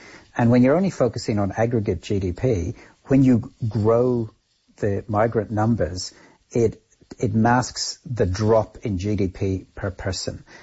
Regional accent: Ireland; born there; moved away; I wasn't born here, I was born in Ireland.

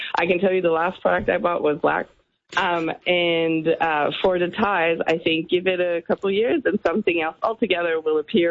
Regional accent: Montreal, Quebec, Canada; also born or lived in New York; now in Australia; I'm French Canadian, but I am Aussie now

